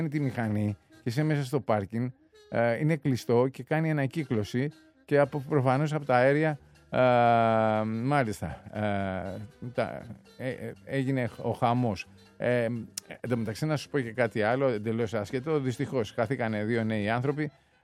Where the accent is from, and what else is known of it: Piraeus, Attica, Greece; born or raised there